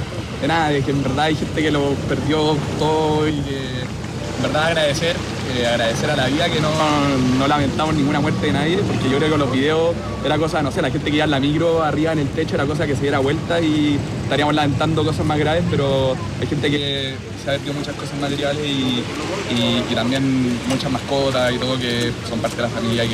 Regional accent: Chile; Y yo creo que es algo que tenemos como chilenos y hay que ir a ayudar a donde sea, cuando sea, como sea.

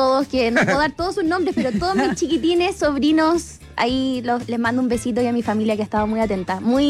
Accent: Talca, Maule, Chile; soy de Talca.

